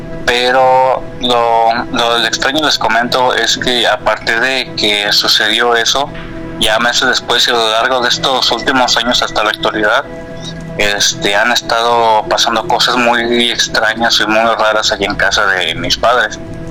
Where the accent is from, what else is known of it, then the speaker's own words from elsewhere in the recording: La Barca, Jalisco, Mexico; moved away as an adult; now in Guadalajara, Mexico; allá en el pueblo donde yo soy, porque pues, de recuerdo soy de allá de La Barca, Jalisco, es un pueblo que está aquí como a hora y media de aquí de Guadalajara